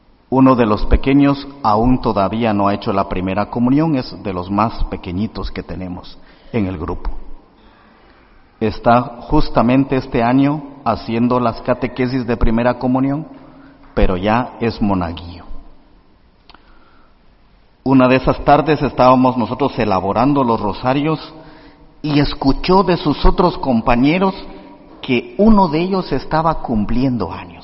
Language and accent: Spanish; Guatemala; Yo soy de Guatemala y en la parroquia donde estoy sirviendo tenemos 110 monaguillos, una cantidad pues muy considerable para un pueblo de casi 60.000